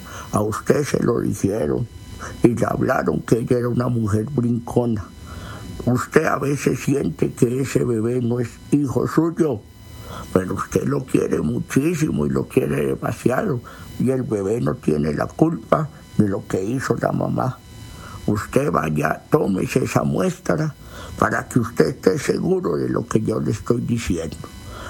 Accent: Guatemala; moved away; me salí de Guatemala para meterme a Guatepeor. Perdí una mujer buena, perdí un hogar, mis hijos no me han perdonado.

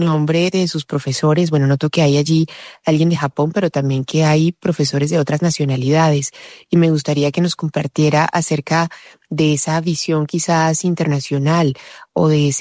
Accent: Colombia; que quisiera que como colombianos conociéramos.

